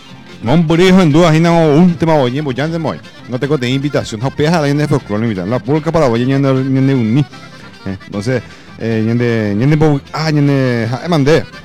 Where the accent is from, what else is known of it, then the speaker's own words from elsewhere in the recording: Paraguay; nuestro querido país Paraguay